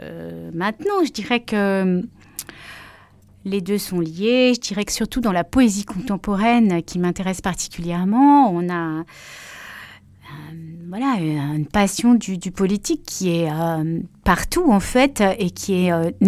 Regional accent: Grenoble, Auvergne-Rhône-Alpes, France; also born or lived in Paris; Je suis grenobloise, mais j'étais 10 ans à Paris, donc j'ai travaillé en librairie. Et quand je suis revenue à Grenoble avec ma fille

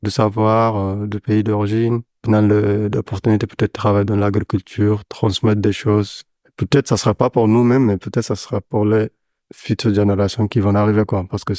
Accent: Sudan; moved away as an adult; now in France; j'ai 35 ans, je viens de Soudan.

